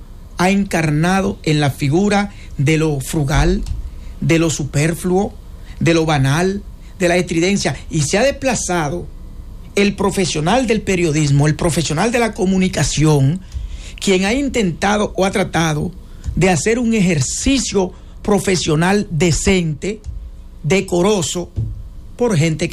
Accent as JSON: {"language": "Spanish", "country": "Dominican Republic"}